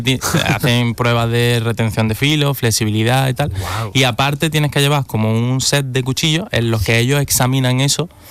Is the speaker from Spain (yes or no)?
yes; Spain; Porque soy español.